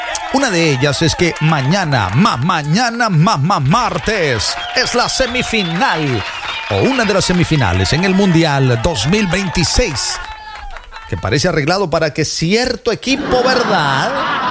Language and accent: Spanish; Mexico; Y muchos mexicanos, millones, nos indignamos.